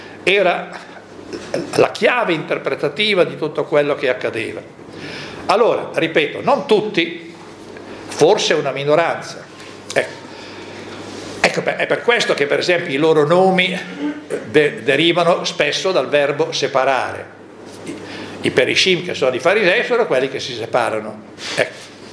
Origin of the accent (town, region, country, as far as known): northern Italy, Italy